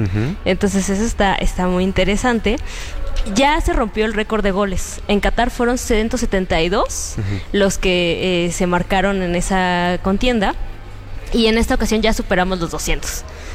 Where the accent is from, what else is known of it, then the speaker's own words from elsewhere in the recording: Mexico; Pero ¿sabes qué? Somos mexicanos.